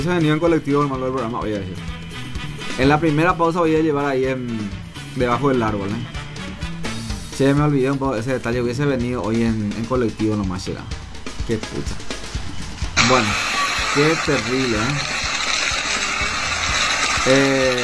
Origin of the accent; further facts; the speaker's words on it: Paraguay; first language Guarani; Spanish is a second language; En mi caso, bueno, mi idioma materno es el guaraní.